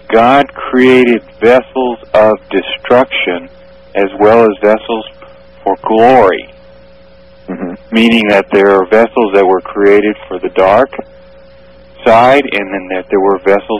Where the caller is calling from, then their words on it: Fort Smith, Arkansas, United States; I'm calling from Fort Smith, Arkansas.